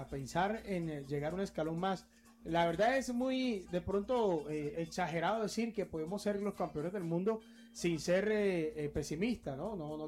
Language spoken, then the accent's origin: Spanish; Colombia; Hay algo que siempre nos une como colombianos y es la Selección Colombia.